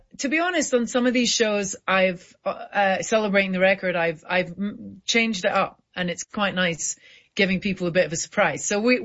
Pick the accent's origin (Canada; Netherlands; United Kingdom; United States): United Kingdom; Scotland; we were laughing because we're both Scottish Asian. I'm like quarter Chinese.